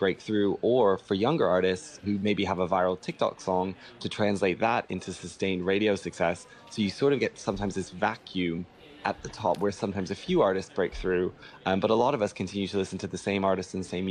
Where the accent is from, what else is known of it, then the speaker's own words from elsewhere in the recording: Canada; I grew up in Canada.